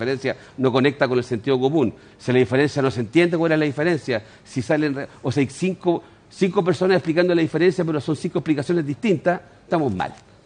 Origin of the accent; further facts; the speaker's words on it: Chile; Yo no voté por Kast, pero soy chileno.